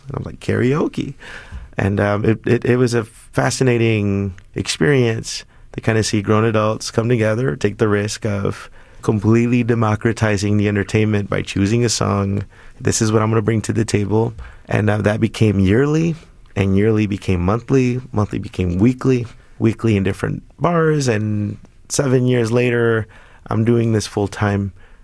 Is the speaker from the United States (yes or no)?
yes; Chicago, Illinois, United States; Growing up in Pilsen for close to 35 years